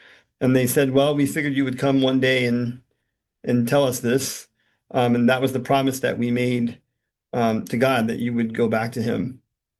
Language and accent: English; Pasadena, California, United States; moved away as an adult; also born or lived in Los Angeles, California; now in Tampa, United States; I was born and raised in California.